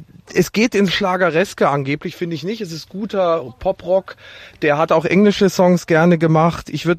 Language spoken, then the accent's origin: German; Gräfelfing, Bavaria, Germany; erinnert mich tatsächlich ein bisschen an den Ort, wo ich herkomme, nämlich Gräfelfing. Ich nenne es manchmal Gräfelfick, weil es mir so auf den Sack geht.